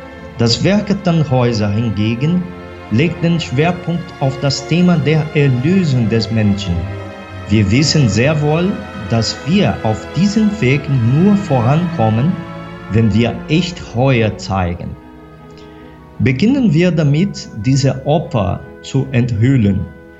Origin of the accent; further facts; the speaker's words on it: Brazil; ich bin Brasilianer.